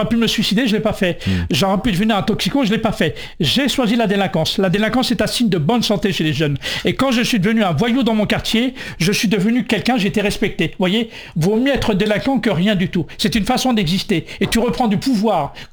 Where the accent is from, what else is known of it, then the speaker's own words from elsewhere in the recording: France; born there; Parce qu'avant, j'étais que algérien. Pourtant, je suis né en France.